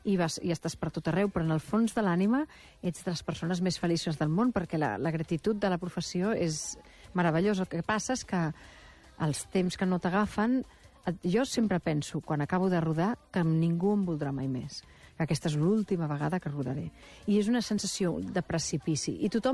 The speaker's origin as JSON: {"language": "Catalan", "town": "Barcelona", "region": "Catalonia", "country": "Spain", "said": "Ah, sí, clar, jo no soc del Passeig Bonanova, soc de Major"}